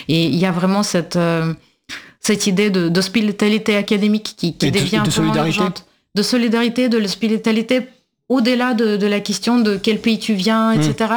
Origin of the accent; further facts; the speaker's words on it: Russia; moved away; en tant que russe